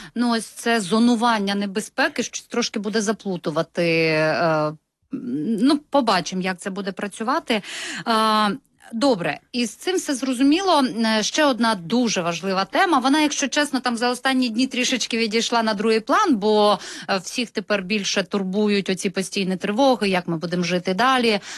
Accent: Kyiv, Ukraine; І ми, кияни, хочемо розуміти, що це.

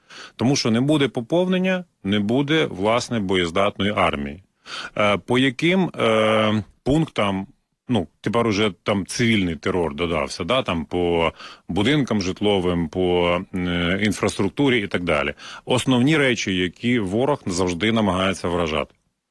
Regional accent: Luhansk Oblast, Ukraine; я згадую своє дитинство, тому що я народився і виріс на Донбасі, на Луганщині, і поруч зі мною завжди були або шахтарі, або металурги.

